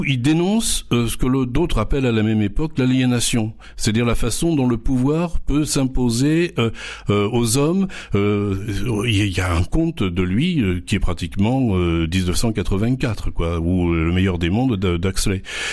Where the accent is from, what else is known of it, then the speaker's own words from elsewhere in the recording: Provence-Alpes-Côte d'Azur, France; Moi, je suis des Alpes du Sud, hein, donc assez loin de l'Hérault, où c'est toujours la même langue.